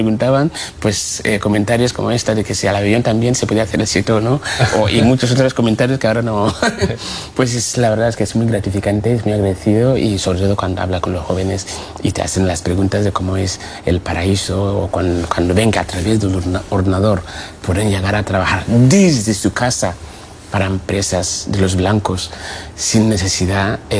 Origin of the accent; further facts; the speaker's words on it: Peru; soy peruano. Mi padre es peruano, mi abuelo es peruano.